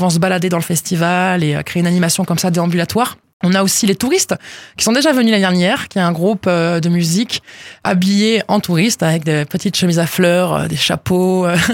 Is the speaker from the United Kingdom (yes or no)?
no; Salles-sur-Garonne, Occitanie, France; also born or lived in Toulouse; En fait, moi je suis native de... Enfin, je suis toulousaine, mais j'ai grandi à Salles-sur-Garonne.